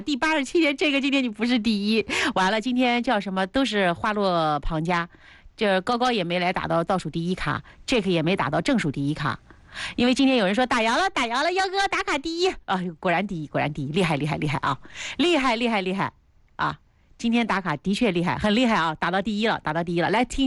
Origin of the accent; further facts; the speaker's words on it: Tongling, Anhui, China; moved away as an adult; now in Hefei, China; 我住在桃花镇，兄弟，我老家是铜陵的，我是铜陵人啊。然后呢，高中毕业以后就到合肥了，就是高中毕业考上大学就到合肥了，然后后面30多年都在合肥啊。我93年就到合肥了